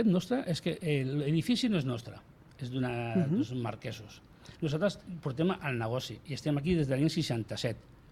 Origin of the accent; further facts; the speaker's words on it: Barcelona, Catalonia, Spain; jo vaig néixer a l'Hospital Sant Pau